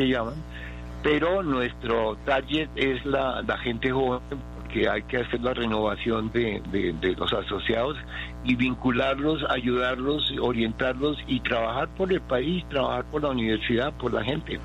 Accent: Colombia; somos todos colombianos y queremos apoyar a nuestra gente.

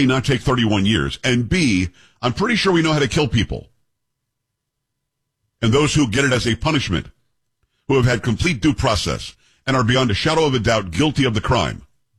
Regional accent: Florida, United States; born or raised there

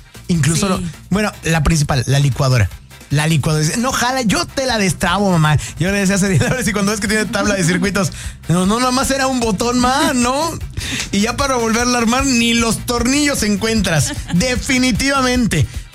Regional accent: Mexico; Nosotros somos buenísimos los mexicanos en reírnos de nuestra desgracia.

